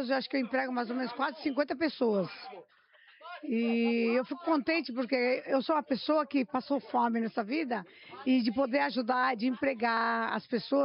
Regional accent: Japan; now in São Paulo, Brazil; E eu sou japonesa, né?

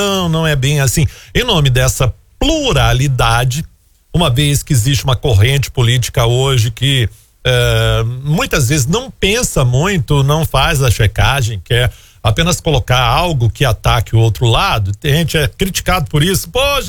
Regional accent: Goiânia, Goiás, Brazil; born there; a gente é goiano com muito orgulho de ser goiano, a gente ama ter nascido nessa cidade, nesse estado, a gente ama essa cidade

